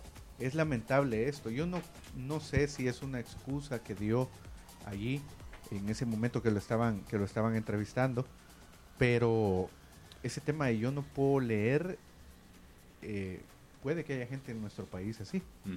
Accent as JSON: {"language": "Spanish", "country": "El Salvador", "said": "Pero sí podemos entender que todos somos salvadoreños y nadie queremos fregar a otro salvadoreño."}